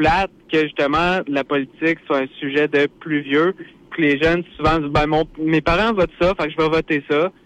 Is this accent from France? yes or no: no; Lévis, Quebec, Canada; now in Sainte-Marie, Canada; moi, j'habite à Sainte-Marie, mais je veux retourner à Lévis parce que je suis originaire de là.